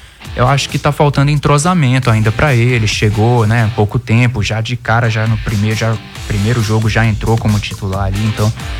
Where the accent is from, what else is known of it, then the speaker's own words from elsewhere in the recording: Brasília, Federal District, Brazil; Então, pra quem não entende, eu sou de Brasília, sou brasiliense, né?